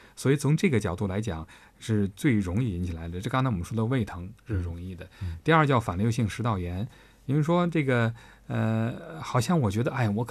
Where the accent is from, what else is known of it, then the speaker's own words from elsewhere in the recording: China; 我们中国人